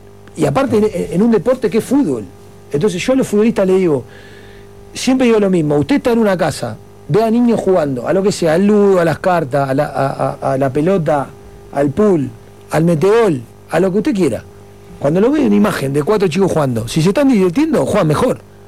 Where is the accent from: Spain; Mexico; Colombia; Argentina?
Argentina; now in Uruguay; a mí me decían, no, vos sos argentino